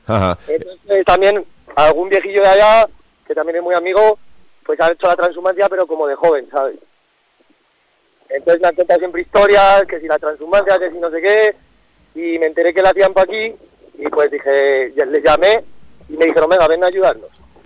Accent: Vinegra de Abajo, Castile and León, Spain; Pues es que yo soy de Vinegra Abajo. Y allá pues todos mis amigos pues tienen ovejas, vacas, por ahí.

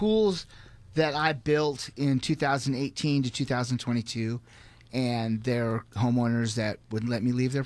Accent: Phoenix, Arizona, United States; My brother and I grew up in Phoenix racing carts.

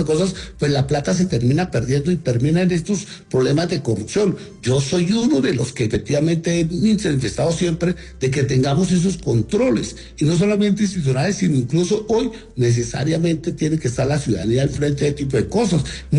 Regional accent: Colombia; Allí tenemos nosotros, es que como colombianos, hacer una veeduría

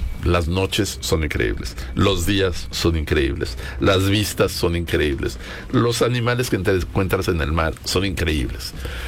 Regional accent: Mexico City, Mexico; yo soy de la Ciudad de México

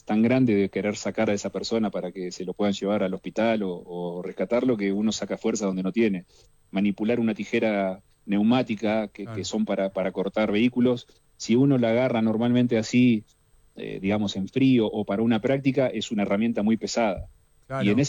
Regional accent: Tandil, Buenos Aires Province, Argentina; yo soy de Tandil.

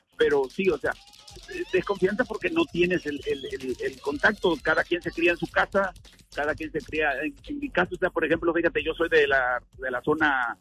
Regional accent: Cosamaloapan, Veracruz, Mexico; Nosotros somos de Veracruz, pero así estamos. Ella es de Orizaba y yo soy de Coatzamalapan.

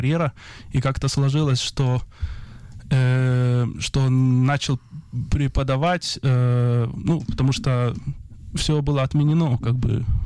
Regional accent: Israel; born there; Russian is a second language; в Израиле.

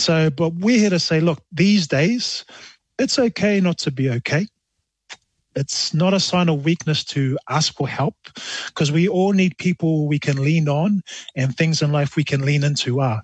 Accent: New Zealand; I come from up north, mum's side. We're from Ngāpuhi. And on dad's side, we come from Lotupuwe and Alepata, and also Vaisafata. But born and bred here in New Zealand.

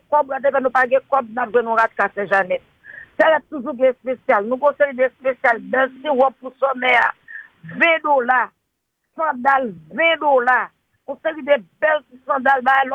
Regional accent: Haiti; Allez pour venir, mes amis, nous sommes Haïtien.

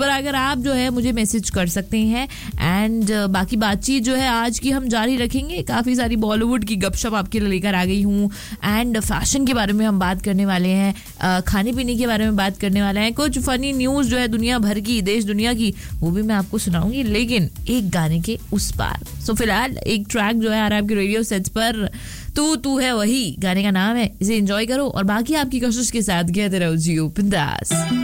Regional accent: Bhopal, Madhya Pradesh, India; moved away; सो क्या होता है ना कि मैं तो देखो भोपाल से बाहर आ गई हूँ, लेकिन भोपाल मुझसे बाहर नहीं आ पा रहा है. भोपाल का इंडिया का स्केड्यूल जो है वो मेरे अंदर से बाहर नहीं आ पा रहा है.

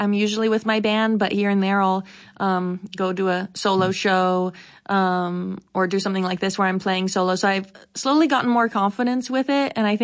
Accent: Silicon Valley, California, United States; I grew up in Silicon Valley and it wasn't typical to be like so into bluegrass music.

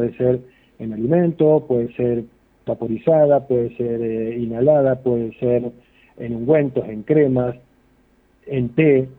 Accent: Luján, Buenos Aires Province, Argentina; Soy de Luján, Buenos Aires. Venimos actualmente de Pringles, donde es mi señora, venimos juntos en familia.

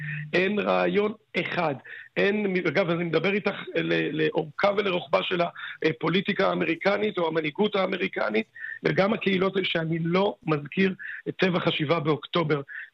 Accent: Tel Aviv, Tel Aviv District, Israel; אני ראי תל אביבי

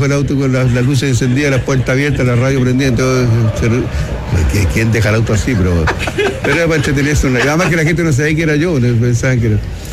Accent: Valparaíso, Chile; born there; A mí, sí, ¿por qué soy wanderino? Nací en Valparaíso.

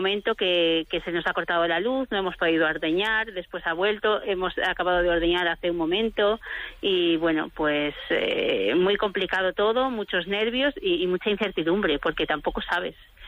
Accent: Fariza, Castile and León, Spain; Fariza, mi pueblo es Fariza, sí.

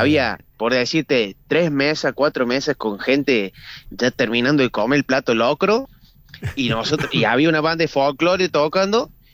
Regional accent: Alta Gracia, Córdoba, Argentina; nosotros somos de Altagracia, está a 40 minutos de acá

